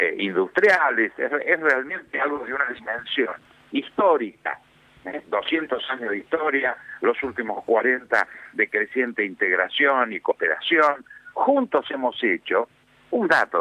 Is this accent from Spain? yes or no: no; Argentina; Yo creo que somos muchos los argentinos, incluyéndome, que yo estaba en San Pablo trabajando en el momento en que ocurrió